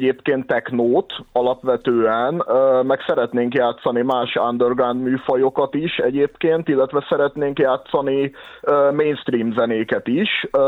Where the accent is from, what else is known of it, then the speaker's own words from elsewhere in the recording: Hungary; és azt éreztem, hogy újra büszke magyar vagyok.